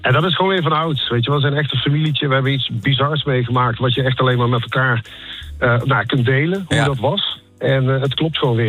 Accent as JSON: {"language": "Dutch", "town": "Waalwijk", "region": "North Brabant", "country": "Netherlands", "tie": "born or raised there", "said": "we zijn een schuchtere Brabantse jongen, inderdaad, geboren en getogen in Waalwijk."}